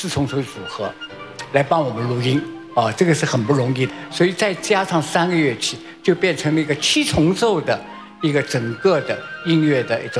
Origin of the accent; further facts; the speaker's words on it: Shanghai, China; 我们上海人